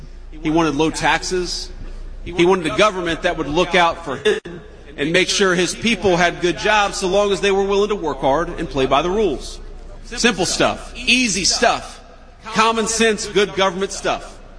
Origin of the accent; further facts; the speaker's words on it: Middletown, Ohio, United States; I got to visit the steel mill where my grandfather worked for 40 years in my hometown of Middletown, Ohio.